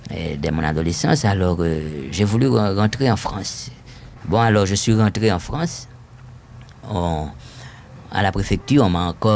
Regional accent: Haiti; moved away as an adult; il a fait comprendre que j'étais exilé d'Haïti, qu'il fallait bien que je reste quelque part, et s'il y a un endroit où un Haïtien peut vouloir résider, c'est bien Paris.

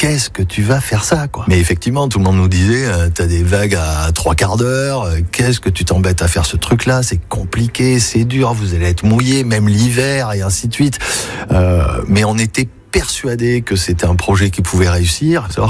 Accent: Bordeaux, Nouvelle-Aquitaine, France; also born or lived in Pau; j'ai 56 ans. Je suis né à Pau, mais j'ai vécu depuis ma première année à Bordeaux, donc je suis un Bordelais.

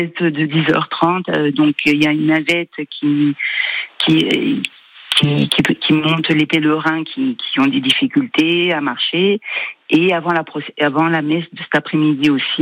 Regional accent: Ajaccio, Corsica, France; moi-même je viens d'Ajaccio, donc en général le 7 et le 8 septembre, on se retrouve tous au village.

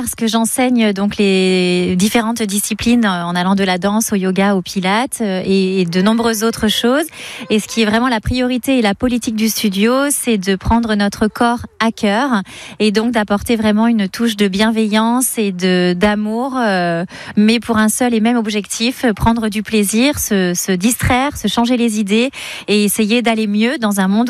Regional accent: Rouen, Normandy, France; born there; also born or lived in Burgundy; parce que je suis née à Rouen mais j'ai vécu 12 ans en Bourgogne.

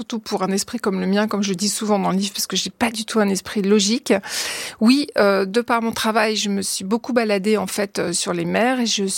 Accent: Corsica, France; je suis corse, donc j'ai toujours vécu un pied sur terre et une palme dans l'eau.

